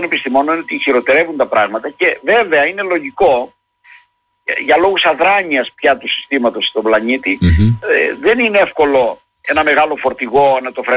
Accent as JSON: {"language": "Greek", "town": "Perachori", "region": "Crete", "country": "Greece", "tie": "born or raised there", "said": "Ναι, στο χωριό μου το λένε έτσι. Ειδικά στο Περαχωρί."}